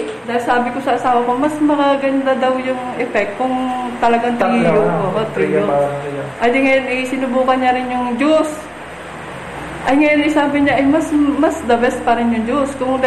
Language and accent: Tagalog; Calapan, Mimaropa, Philippines; ho ng Bayanan Uno.